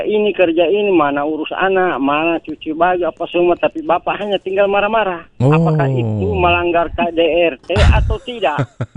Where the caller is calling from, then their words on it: Palu, Central Sulawesi, Indonesia; Saya dari Palu sependapat sama Ibu sebagai narasumber.